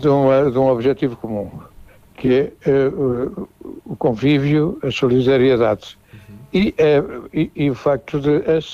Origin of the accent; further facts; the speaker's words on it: Mourinho, Portugal; now in Lisbon, Portugal; por Moronho, eu nasci em Moronho, portanto tenho por Moronho o carinho muito especial, que é a minha terra, não é?